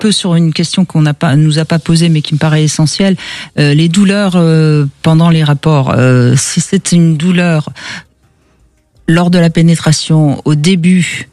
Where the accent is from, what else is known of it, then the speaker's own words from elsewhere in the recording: Tourcoing, Hauts-de-France, France; born there; Et oui, je suis née à Tourcoing, dans le Nord.